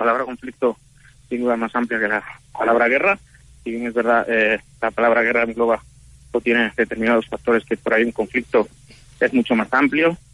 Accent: Don Benito, Extremadura, Spain; born there; Yo nací en España, en Badajoz, Don Benito, en Extremadura, en el sur de España.

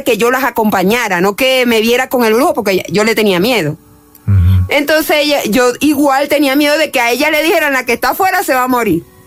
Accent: Zulia, Venezuela; Nosotros somos venezolanos, somos maracuchos.

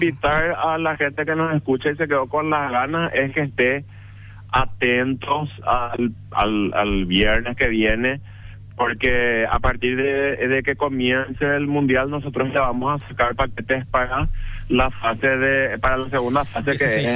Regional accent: Paraguay

